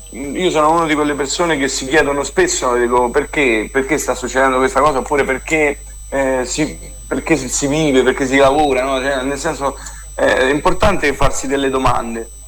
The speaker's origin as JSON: {"language": "Italian", "town": "Sant'Oreste", "region": "Lazio", "country": "Italy", "said": "siamo amici di vecchia data, che tutti quanti veniamo da Santoreste."}